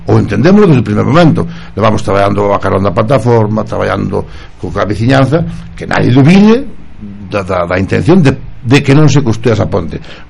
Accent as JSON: {"language": "Galician", "town": "Lugo", "region": "Galicia", "country": "Spain", "said": "Son cartos dos lucenses, e nosotros, como lucenses, pois temos tamén parte nesa economía."}